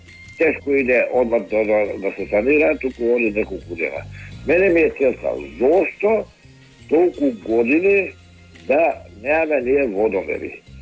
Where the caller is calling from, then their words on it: Skopje, North Macedonia; јас сум од Община Сарај.